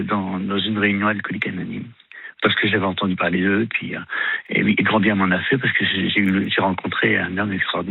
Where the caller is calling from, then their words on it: Nantes, Pays de la Loire, France; je suis sur Nantes